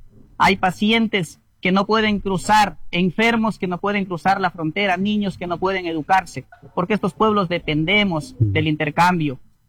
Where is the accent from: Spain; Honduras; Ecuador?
Ecuador; Zamora-Chinchipe; somos emprendedores, somos ciudadanos de este cantón